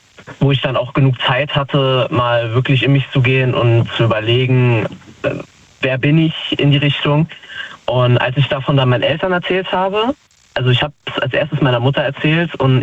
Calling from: Falscheid, Saarland, Germany; Also ich komme aus Falscheid, aus dem Saarland.

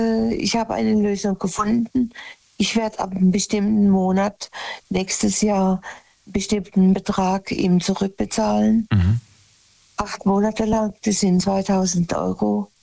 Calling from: Oberwolfach, Baden-Württemberg, Germany; Ja, im Kinzigtal.

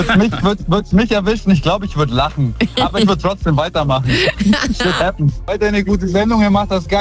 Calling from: Germany; wir sind Deutsche

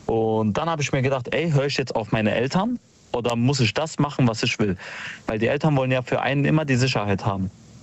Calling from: Mannheim, Baden-Württemberg, Germany; Also, ich komme aus Mannheim

